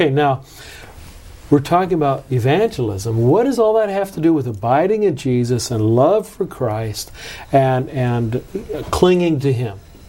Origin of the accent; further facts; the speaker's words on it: Lebanon; And growing up in the Middle East, we lived in Lebanon. We had a grape arbor right outside the back door of our house.